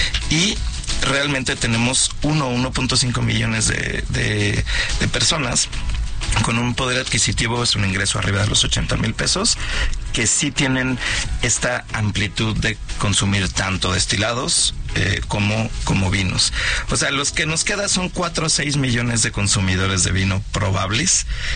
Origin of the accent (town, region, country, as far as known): Mexico